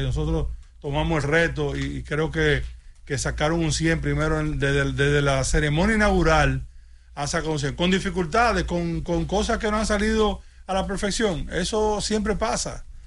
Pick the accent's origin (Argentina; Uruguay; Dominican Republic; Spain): Dominican Republic; nosotros como ciudadanos dominicanos